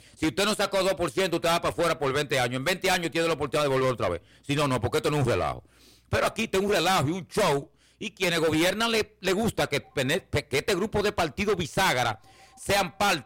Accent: Dominican Republic; como decimos los campesinos, a jarana. Como decimos nosotros, yo soy de la Loma

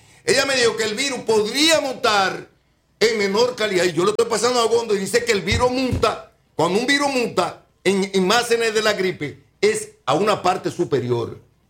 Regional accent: Dominican Republic; Yo soy dominicano.

